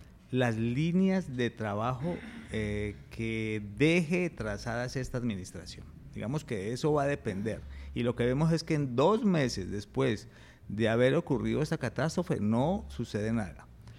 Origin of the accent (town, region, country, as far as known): Pereira, Risaralda, Colombia